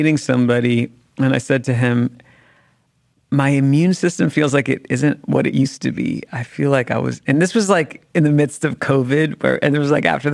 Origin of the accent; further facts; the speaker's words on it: Washington, District of Columbia, United States; I was growing up in Washington, D.C., where you kind of can't tune that stuff